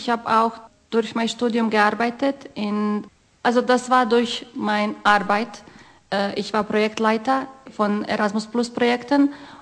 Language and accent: German; Croatia; also born or lived in Germany; Mein ganzes Leben lebe ich aber in Kroatien.